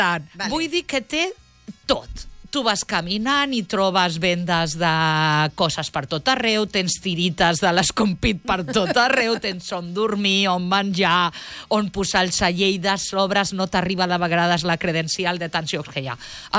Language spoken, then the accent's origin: Catalan; Barcelona, Catalonia, Spain; born there; also born or lived in Touro, Galicia; jo soc de Touro, bueno, jo soc nascuda a la Vall d'Hebron de Barcelona, però quan vaig a Galícia vaig a Touro, que està al costat de Santiago